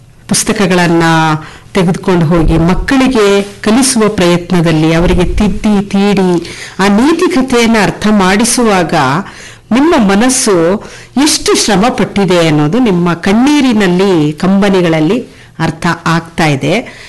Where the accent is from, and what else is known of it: Kodagu, Karnataka, India